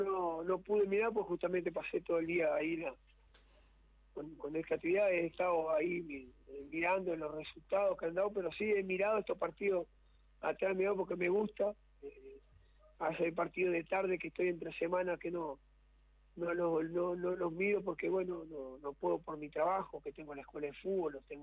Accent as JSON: {"language": "Spanish", "country": "Uruguay", "said": "soy uruguayo"}